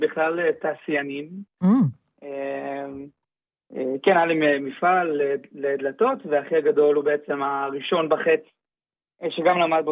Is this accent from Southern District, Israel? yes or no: yes; Ashkelon, Southern District, Israel; גדלתי בבית ספר לאומנויות באשקלון, שזה בית ספר מאלף עד י"ב.